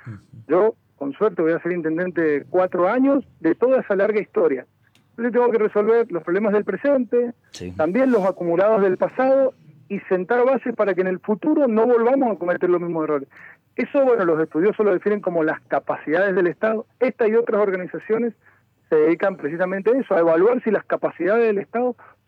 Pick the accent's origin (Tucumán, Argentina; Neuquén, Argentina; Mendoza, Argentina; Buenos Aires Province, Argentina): Mendoza, Argentina; Luján de Cuyo; nosotros los que vivimos en Mendoza y en Luján